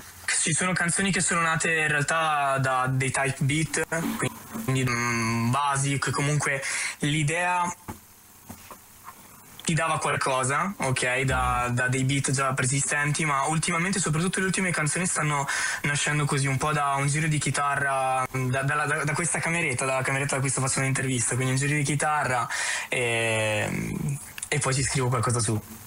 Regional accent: Trento, Trentino-Alto Adige, Italy; also born or lived in Apulia; io sì sono di Trento ma sono nato in Puglia in realtà.

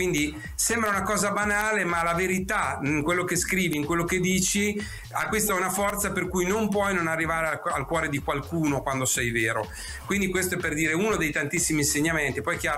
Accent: Fano, Marche, Italy; io sono di Fano

